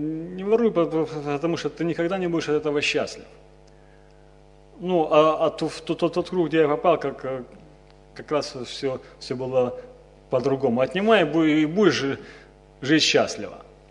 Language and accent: Russian; Nevinnomyssk, Stavropol Krai, Russia